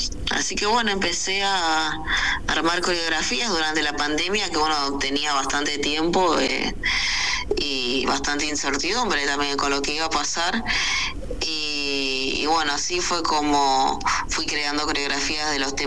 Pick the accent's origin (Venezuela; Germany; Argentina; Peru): Argentina; Malvinas Argentinas, Buenos Aires Province; Y bueno, soy del partido de Malvinas Argentinas, acá en Zona Norte, de Buenos Aires.